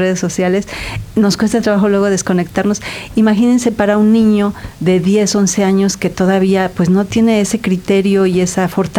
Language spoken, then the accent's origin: Spanish; Mexico; en particular como mexicanos o quizá como hispanoamericanos